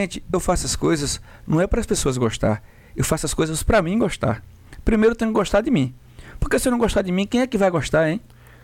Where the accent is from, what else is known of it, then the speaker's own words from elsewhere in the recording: Brazil; sou torcedor do Brasil, sou brasileiro